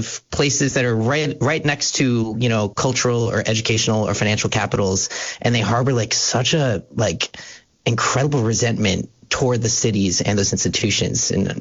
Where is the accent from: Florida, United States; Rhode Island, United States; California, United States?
Rhode Island, United States; North Providence; I grew up in Rhode Island, just outside of Providence, in a town called North Providence. And I describe it to people as like a Staten Island of Rhode Island, very Italian, very Italian American, like super provincial